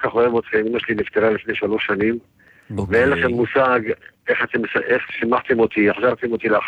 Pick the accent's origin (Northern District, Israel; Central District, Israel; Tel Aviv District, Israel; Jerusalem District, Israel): Tel Aviv District, Israel; Tel Aviv; moved away as an adult; אפילו שגדלתי בתל אביב